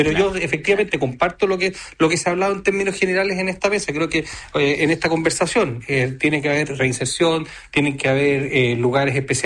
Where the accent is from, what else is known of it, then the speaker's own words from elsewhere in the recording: Chile; y yo lo digo como cualquier chileno